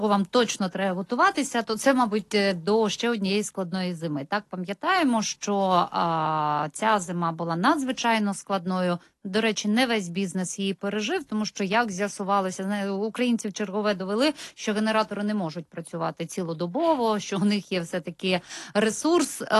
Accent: Kyiv, Ukraine

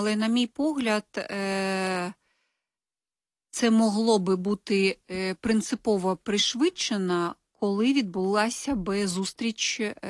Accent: Belarus; Ми не в стадії, що ми нещасні бідні білоруси, або не в стадії, що ми великі білоруси, які стільки зробили.

